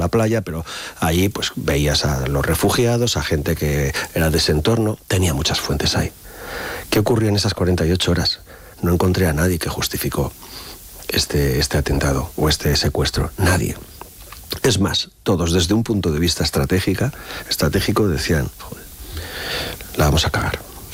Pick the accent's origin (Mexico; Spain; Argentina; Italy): Spain; Irún, Basque Country